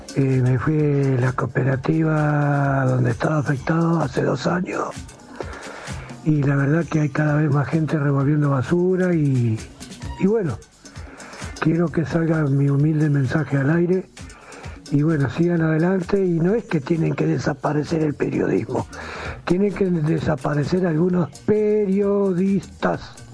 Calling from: Glew, Buenos Aires Province, Argentina; de Glebo.

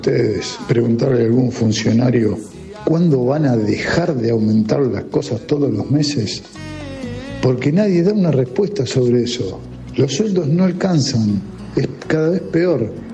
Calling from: Buenos Aires, Argentina; de Floresta.

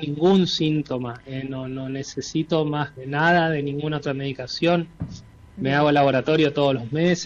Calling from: Chaco, Argentina; yo soy chaqueño.

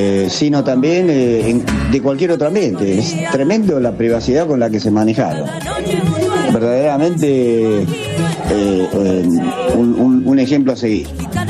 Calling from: Buenos Aires, Argentina; de Floresta

